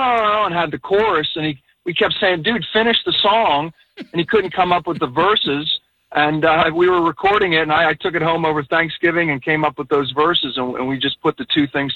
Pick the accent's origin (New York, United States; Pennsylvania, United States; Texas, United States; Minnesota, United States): Pennsylvania, United States; Connellsville; my hometown of Connellsville, Pennsylvania